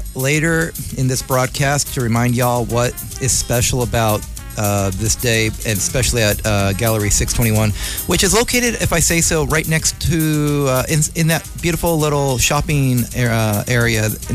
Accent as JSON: {"language": "English", "area": "San Francisco Bay Area", "region": "California", "country": "United States", "tie": "born or raised there", "said": "I've grown up around here."}